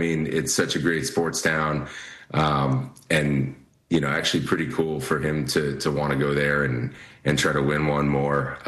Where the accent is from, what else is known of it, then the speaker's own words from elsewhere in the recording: Philadelphia, Pennsylvania, United States; Even as a Philadelphian, I promise not to boo, no matter how badly it goes.